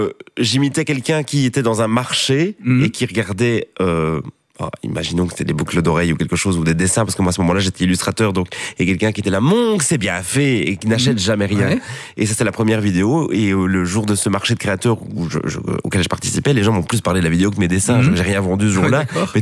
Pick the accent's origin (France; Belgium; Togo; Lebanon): Belgium; Ath, Wallonia; accent: eastern Ath accent, close to Borinage; Mais non, moi je suis de Hatte. Mais Hatte, on a plusieurs accents. Hatte, l'accent de l'Est et l'accent de l'Ouest. Et moi, j'ai l'accent de l'Est. parce que le village de Mafle, d'où vient mon père, est très proche de Brugelette.